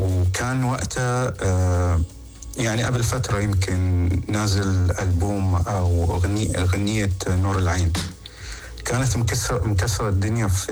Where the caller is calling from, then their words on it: Saudi Arabia; أنا من السعودية.